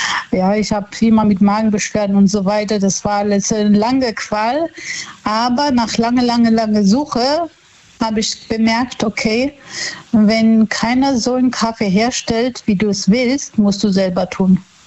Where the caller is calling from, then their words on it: Wissembourg, Grand Est, France; Ich bin in Wissenburg.